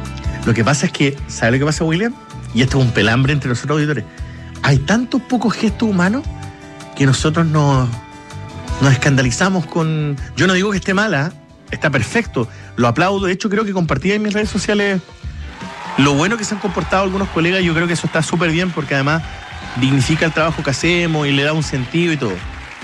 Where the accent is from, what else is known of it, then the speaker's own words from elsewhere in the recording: Magallanes and Chilean Antarctica, Chile; los que somos de Magallanes conocemos.